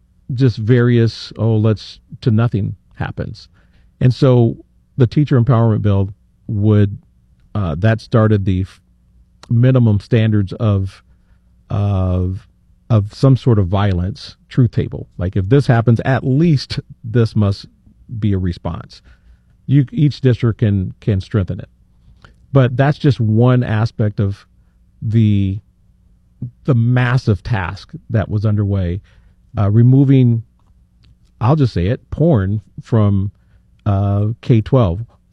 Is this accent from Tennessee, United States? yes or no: no; Johnston, Iowa, United States; In Johnston, my hometown, we moved to phonics, restored phonics